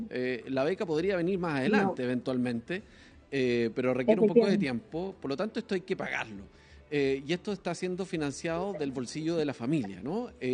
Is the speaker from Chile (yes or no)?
yes; Chile; Estamos tremendamente orgullosos como chilenos.